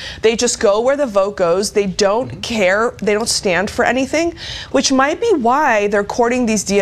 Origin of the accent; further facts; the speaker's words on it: Iran; moved away; what they're saying is exactly what took down my home country of Iran that we had to escape from.